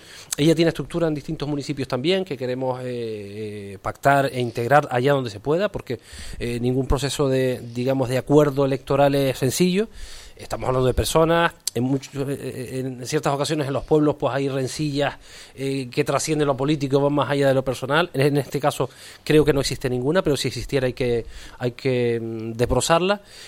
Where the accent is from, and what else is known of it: Canary Islands, Spain